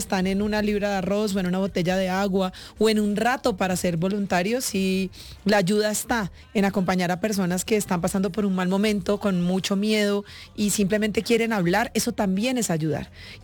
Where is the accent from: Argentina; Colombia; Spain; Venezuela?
Colombia; Solamente somos colombianos